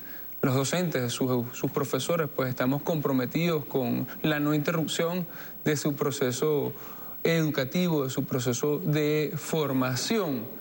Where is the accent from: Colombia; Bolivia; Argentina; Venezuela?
Venezuela; no nos debemos limitar como venezolanos